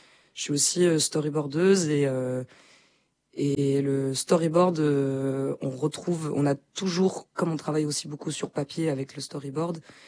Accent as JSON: {"language": "French", "country": "Belgium", "said": "je viens de Belgique."}